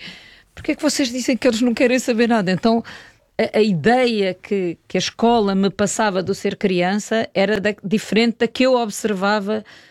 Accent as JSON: {"language": "Portuguese", "country": "Portugal", "tie": "born or raised there", "said": "Toda a experiência que eu tinha tido crescendo em Portugal não era possível para o Tomás."}